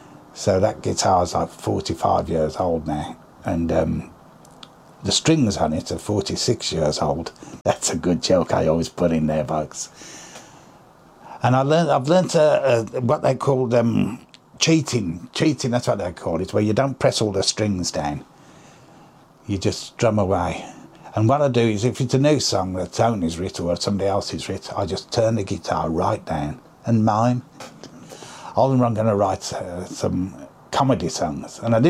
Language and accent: English; Birmingham, West Midlands, United Kingdom; Nature's, which was where I was brought up in Birmingham